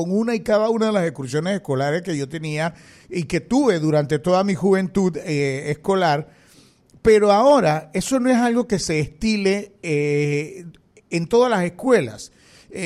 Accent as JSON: {"language": "Spanish", "country": "Panama", "said": "nosotros mismos como panameños"}